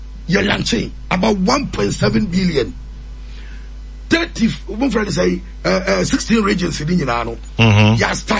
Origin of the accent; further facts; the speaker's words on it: Ghana; now any identity card, the proof we are Ghanaian.